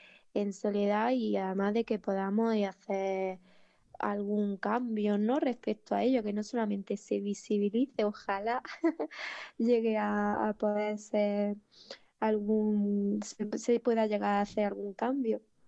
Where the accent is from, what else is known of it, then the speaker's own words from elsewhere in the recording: Granada, Andalusia, Spain; soy de ahí de Granada, capital de, bueno, de un pueblito de por ahí.